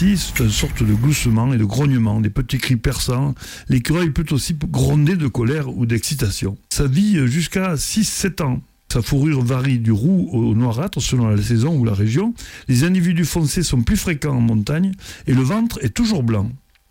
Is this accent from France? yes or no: yes; France; mais qui se porte pas trop mal chez nous en France